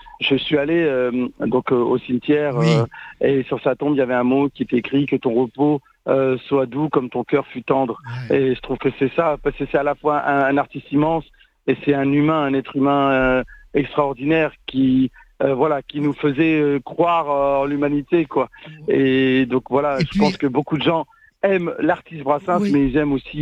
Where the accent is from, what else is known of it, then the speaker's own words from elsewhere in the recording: Lille, Hauts-de-France, France; Hein, nous, on est originaire de Lille, là-haut, à la maison.